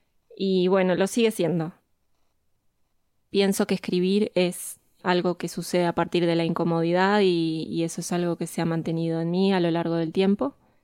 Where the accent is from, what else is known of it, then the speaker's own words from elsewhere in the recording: Montevideo, Uruguay; soy uruguaya, vivo en Montevideo, que es la capital del Uruguay, y viví mucho tiempo en un barrio ubicado al norte de Montevideo, un barrio donde pasaba el tren